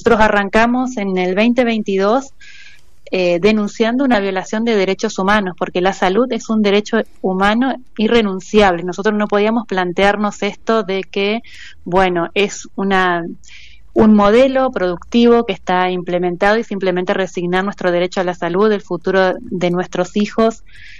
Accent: Paraná, Entre Ríos, Argentina; moved away as an adult; now in Colonia Ensayo, Argentina; Yo soy de Paraná, de la ciudad de Paraná

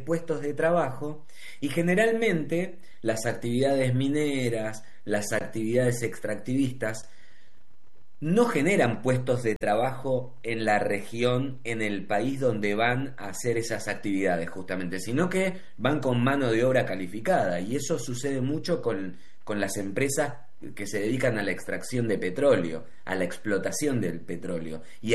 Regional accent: Buenos Aires, Argentina; nosotros decimos re complejo acá en la Ciudad de Buenos Aires

